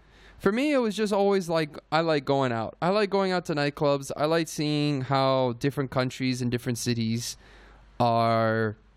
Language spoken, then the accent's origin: English; Canada; I'm a DJ from Canada.